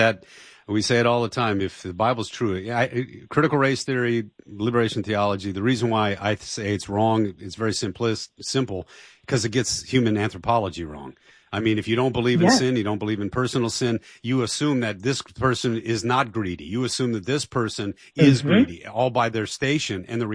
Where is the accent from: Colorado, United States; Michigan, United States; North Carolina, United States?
Michigan, United States; Detroit; I can tell you where I learned this, obviously, just growing up in Detroit and the like, and my different friends and things.